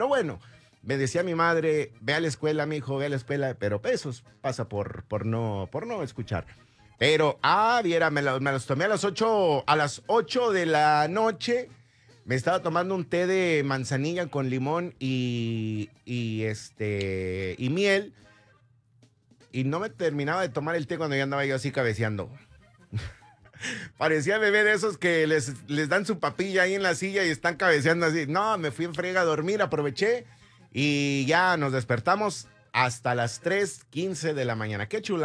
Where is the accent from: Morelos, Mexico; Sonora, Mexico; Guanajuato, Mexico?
Morelos, Mexico; Cuautla; moved away; also born or lived in Puebla; Pero mis raíces son de Puebla, por eso siempre digo a los paisanos poblanos. En Cuautla, allá en Morelos, tampoco nací, pero crecí en Morelos. Allá sí, fui toda la primaria, un año de secundaria, que por cierto, no es secundaria, era telesecundaria.